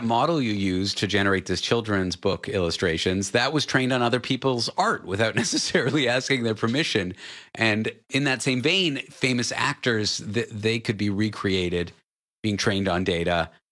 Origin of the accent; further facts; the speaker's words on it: Toronto, Ontario, Canada; now in New York, United States; I'm from Toronto, Canada. That's my hometown. Live in New York now.